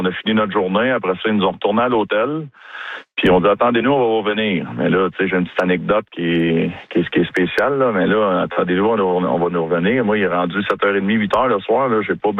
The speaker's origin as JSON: {"language": "French", "town": "Sainte-Anne-de-la-Pérade", "region": "Quebec", "country": "Canada", "said": "je viens de Saint-Anne-de-la-Pérade, un petit village. On est 1500 personnes dans le village"}